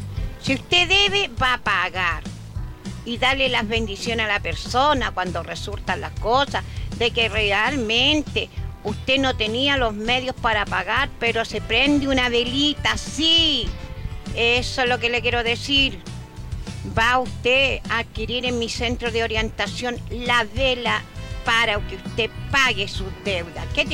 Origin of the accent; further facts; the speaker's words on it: Chile; A veces nosotros como chilenos no hacemos nada.